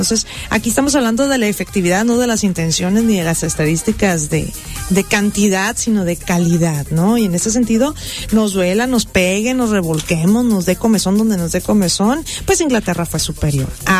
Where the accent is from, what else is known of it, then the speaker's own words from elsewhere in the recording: Mexico; Cuando ganan, sí somos mexicanos